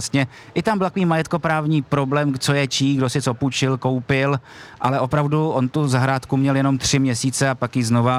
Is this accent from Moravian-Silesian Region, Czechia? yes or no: no; Plzeň, Plzeň Region, Czechia; Já jsem kluk ze Slován a mám nejstarší vzpomínky od svých 5-6 let, od toho roku 79, 80-81